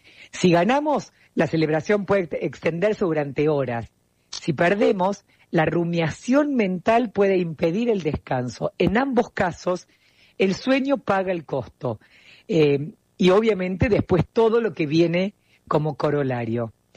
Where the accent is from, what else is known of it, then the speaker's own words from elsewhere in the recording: Argentina; Acuérdate siempre, seguimos siendo argentinos, que la pasión nos invada